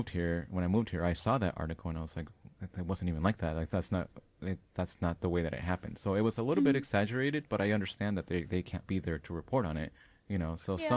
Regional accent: Sweden; now in United States; when I was moving here from Sweden, there was huge fires happening in California.

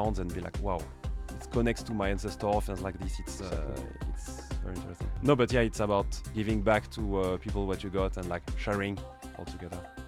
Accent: south of France, France; I think it would be where I'm coming from South of France.

